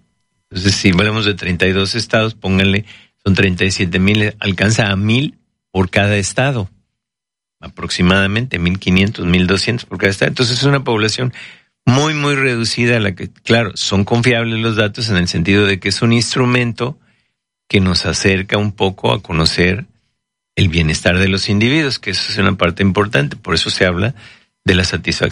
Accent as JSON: {"language": "Spanish", "country": "Mexico", "said": "ese es el tipo de contradicciones que luego tenemos como mexicanos"}